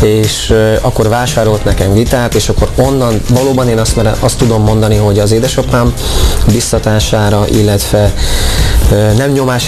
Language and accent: Hungarian; Kissziget, Zala, Hungary; Igen, egy Zala vármegyei kis községben, Kisszigeten nőttem fel, ott születtem, illetve Nován születtem.